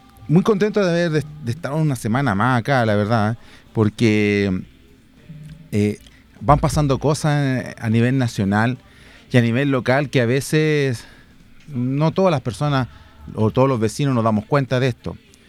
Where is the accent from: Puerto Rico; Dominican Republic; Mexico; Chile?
Chile